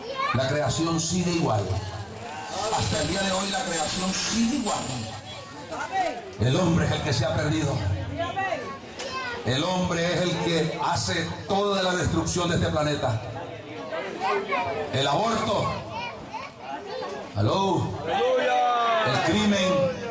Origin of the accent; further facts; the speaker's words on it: El Salvador; Soy salvadoreño